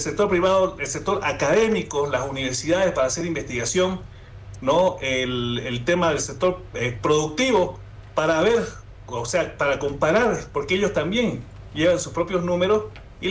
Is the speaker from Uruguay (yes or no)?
no; Bolivia; nosotros como individuos, como bolivianos, como ciudadanos vivientes en el Estado, en nuestro territorio